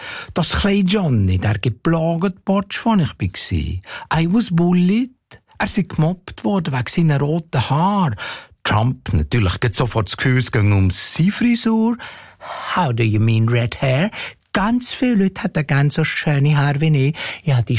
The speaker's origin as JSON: {"language": "German", "country": "Switzerland"}